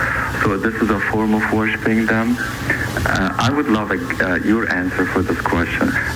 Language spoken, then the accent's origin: English; Illinois, United States; Madam Angelica, I'm from Illinois.